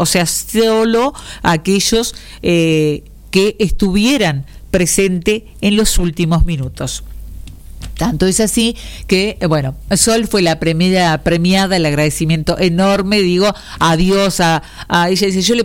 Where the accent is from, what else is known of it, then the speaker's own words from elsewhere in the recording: Salto, Uruguay; Para Salto, porque soy salteña